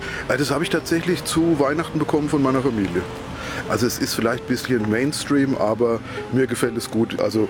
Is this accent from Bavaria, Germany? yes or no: yes; Bad Kissingen, Bavaria, Germany; Ich komme aus Bad Kissingen und bin gerade in Würzburg.